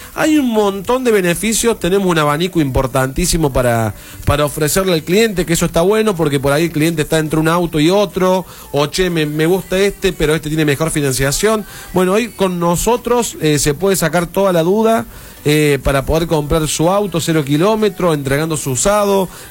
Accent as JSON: {"language": "Spanish", "town": "Laboulaye", "region": "Córdoba", "country": "Argentina", "tie": "born or raised there", "said": "yo soy oriundo de La Bulaye justamente"}